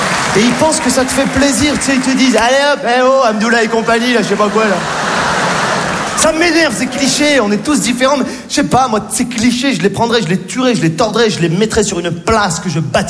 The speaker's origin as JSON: {"language": "French", "country": "Morocco"}